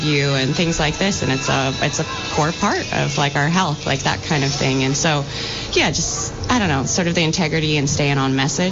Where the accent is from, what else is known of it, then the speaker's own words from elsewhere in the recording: Vermont, United States; growing up in Vermont